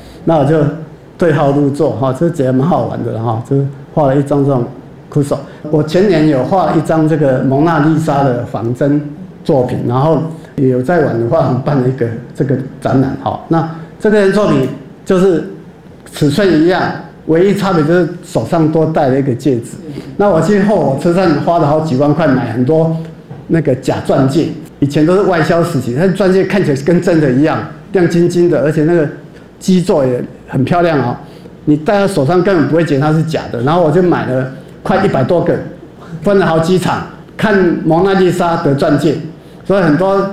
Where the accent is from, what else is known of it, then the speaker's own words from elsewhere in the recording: Keelung, Taiwan; 这个是我基隆海边，我小时候住在那个巷子里面，征兵渔港哈。